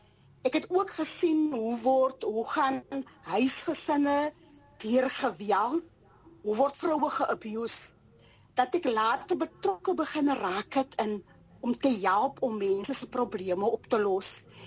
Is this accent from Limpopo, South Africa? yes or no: no; Mossel Bay, Western Cape, South Africa; ek het groot geword in Apollestraat, ek is een gebore Mosselbaaier, en dan het ek ook, my laerskool was ook net die straat bokant my gewees